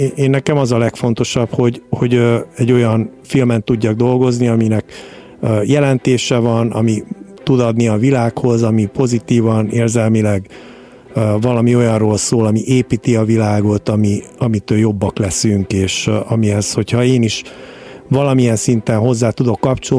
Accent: Hungary; moved away; also born or lived in United States; én Magyarországra születtem, magyar vagyok, és ezt senki nem tudja elvenni tőlem. Viszont én nagyon sokat töltöttem Amerikában is

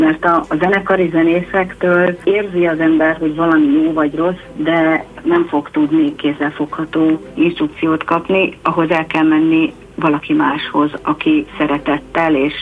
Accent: Hungary; first language Hungarian

